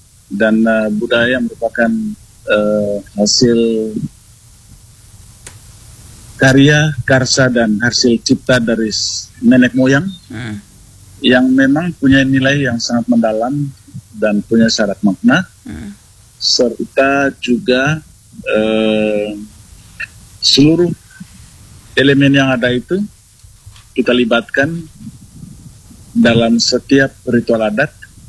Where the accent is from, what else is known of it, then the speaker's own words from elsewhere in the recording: East Nusa Tenggara, Indonesia; Kalau dalam budaya dan tradisi kami orang Manggarai.